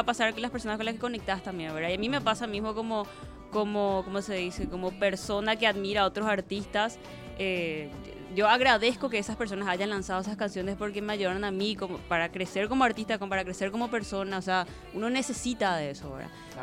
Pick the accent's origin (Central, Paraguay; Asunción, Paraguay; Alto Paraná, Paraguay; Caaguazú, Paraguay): Central, Paraguay; Luque; Yo crecí en una familia de músicos y en general, así que era imposible no absorber. Yo soy de Luque